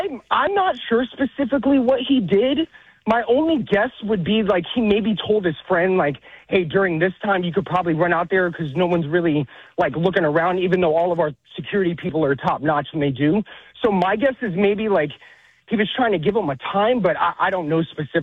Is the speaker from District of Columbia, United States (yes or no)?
yes; Washington, District of Columbia, United States; now in San Antonio, United States; I'm in San Antonio now, but I've been listening to you guys ever since I was a little kid. I grew up in D.C.